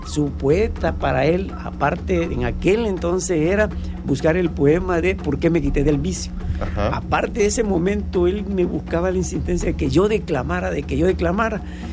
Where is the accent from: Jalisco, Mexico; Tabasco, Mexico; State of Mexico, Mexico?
Tabasco, Mexico; Frontera; also born or lived in Mexico City; Nací en el Distrito Federal, pero solamente fue por un periodo de tiempo muy corto y de ahí regresé a mis orígenes, a Tabasco específicamente, al municipio de Centla, la cabecera municipal de Frontera. De ahí soy, ahí llevé casi todos mis estudios.